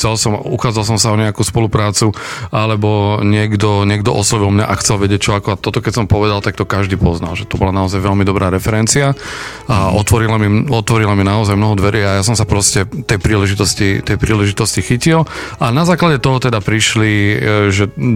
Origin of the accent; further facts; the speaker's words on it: Sereď, Trnava Region, Slovakia; som hral u mňa doma v Seredi